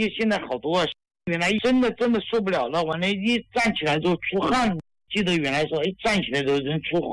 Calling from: Xiaogan, Hubei, China; 我住在孝感那边，孝感住在孝感城区。

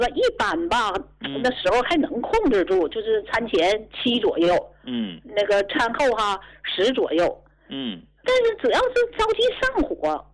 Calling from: Shenyang, Liaoning, China; 我是沈阳的。

